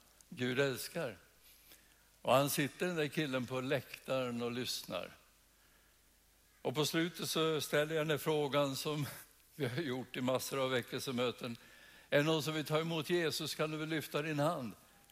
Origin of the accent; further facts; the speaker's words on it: Sala, Västmanland County, Sweden; Jag är från Sala, jag bor i Sala.